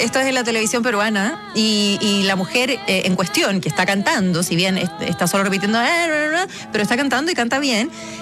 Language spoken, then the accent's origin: Spanish; Calera de Tango, Santiago Metropolitan Region, Chile; Oh, mi querida comuna, nacida y criada en Canera de Tango.